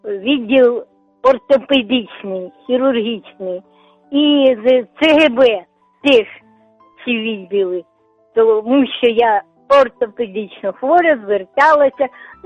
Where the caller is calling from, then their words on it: Sumy Oblast, Ukraine; Я з Сумщини